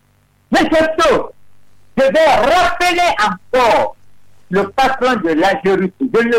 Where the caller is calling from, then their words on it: Conakry, Guinea; chez moi, à Wanigara